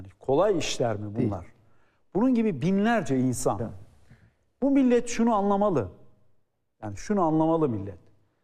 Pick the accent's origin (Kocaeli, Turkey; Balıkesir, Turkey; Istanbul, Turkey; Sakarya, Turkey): Sakarya, Turkey; Karasu; Darıçayırı kasabası. Şimdi mahalle oldu büyükşehir yasasıyla. Sakarya'da, Karasu'da.